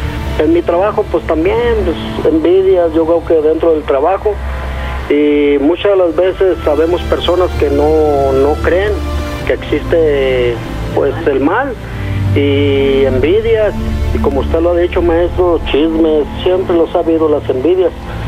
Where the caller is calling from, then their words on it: Tequila, Jalisco, Mexico; Le hablo de Tequila, Jalisco.